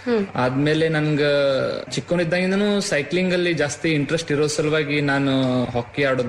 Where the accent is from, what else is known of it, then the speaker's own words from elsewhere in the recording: Shiggaon, Karnataka, India; Shiggaon, Haveri district Shiggaon.